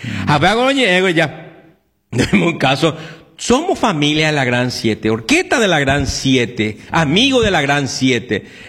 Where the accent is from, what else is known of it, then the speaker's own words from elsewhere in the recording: Paraguay; me conoce como el …